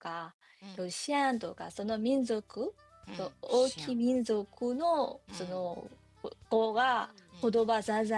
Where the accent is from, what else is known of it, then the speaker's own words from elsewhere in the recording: Yangon, Yangon Region, Myanmar; Japanese is a second language; moved away as an adult; now in Japan; はい、ヤンゴンです。